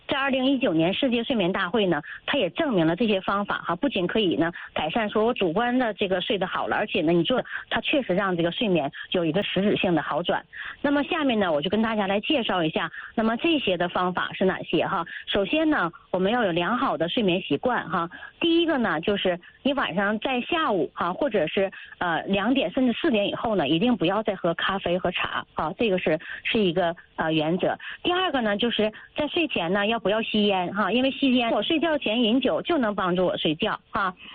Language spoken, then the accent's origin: Chinese; China; 我们中国人可能有好多的习惯啊